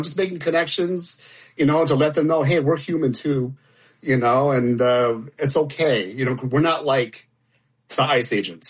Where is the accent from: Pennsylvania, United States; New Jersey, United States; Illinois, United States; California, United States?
Illinois, United States; Wheaton; born or raised there